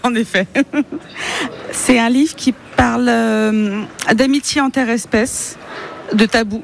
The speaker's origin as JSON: {"language": "French", "town": "Tours", "region": "Centre-Val de Loire", "country": "France", "said": "je suis de Tours"}